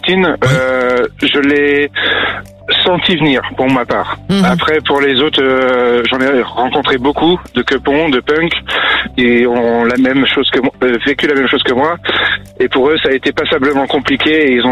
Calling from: Poitiers, Nouvelle-Aquitaine, France; je suis sur Poitiers.

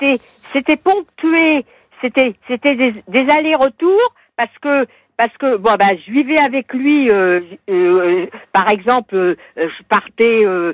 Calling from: Normandy, France; je suis normande

